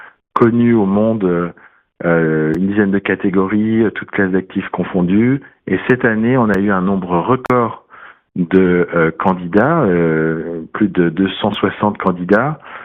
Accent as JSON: {"language": "French", "country": "France", "said": "mais en tant que Français, je me réjouis de voir 5 très beaux projets"}